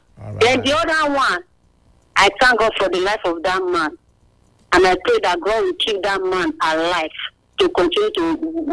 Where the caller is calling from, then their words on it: Ugbawa, Nigeria; I'm calling from Ugbawa.